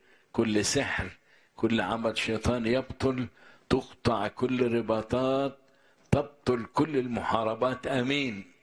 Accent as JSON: {"language": "Arabic", "country": "Egypt", "said": "بلدنا مصر."}